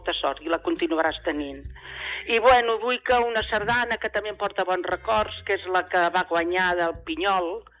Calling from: Premià, Catalonia, Spain; tal com jo, moltes persones de Premià

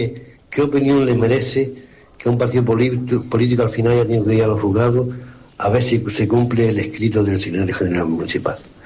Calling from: Vecindario, Canary Islands, Spain; de Vecindario.

